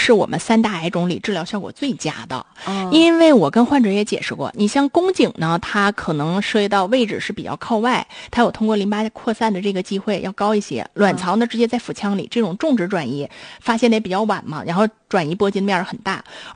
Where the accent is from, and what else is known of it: China